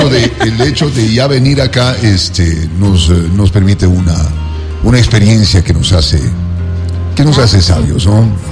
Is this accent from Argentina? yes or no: no; Ecuador; Es que yo soy el típico ecuatoriano que se alegra con música.